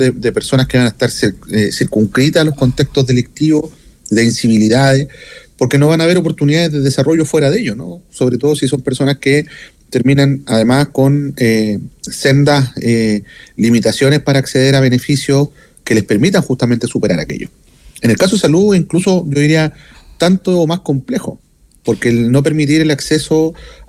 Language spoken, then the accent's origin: Spanish; Valparaíso, Chile; en mi ciudad, pues, yo soy porteño